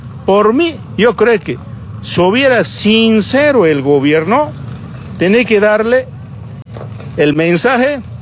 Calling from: Bolivia; Como bolivianos vamos a estar presentes

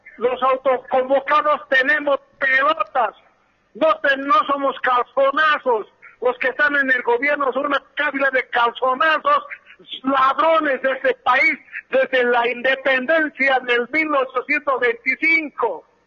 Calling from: La Paz, Bolivia; de La Paz.

